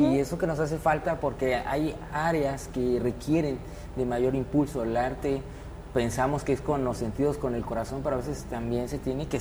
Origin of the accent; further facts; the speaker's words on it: Mexico; en la forma en la que nos expresamos como latinos, como mexicanos, como colombianos